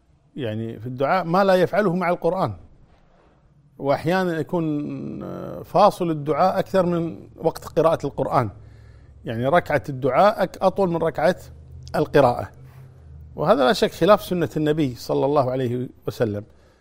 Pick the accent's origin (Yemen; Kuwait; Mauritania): Kuwait